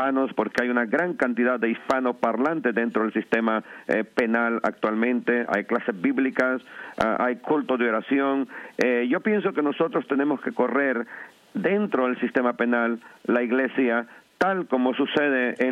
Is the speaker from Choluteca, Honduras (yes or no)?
no; La Ceiba, Atlántida, Honduras; now in New York, United States; soy natural de Honduras, del bello puerto de La Ceiba.